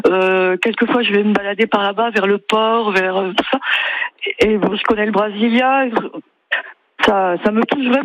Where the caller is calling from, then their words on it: Canet-en-Roussillon, Occitanie, France; Alors moi, je suis à Canet Village, du côté de l'école maternelle.